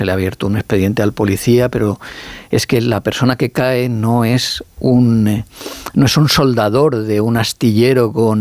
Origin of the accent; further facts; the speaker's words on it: Alicante, Valencian Community, Spain; Y soy alicantino, o sea, valenciano.